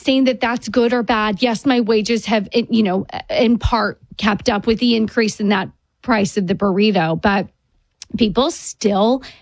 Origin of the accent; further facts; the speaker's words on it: New York, United States; I see so many people in my hometown of New York